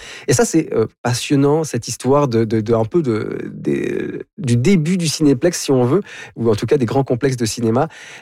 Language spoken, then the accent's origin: French; Canada; ici, chez nous, au Canada.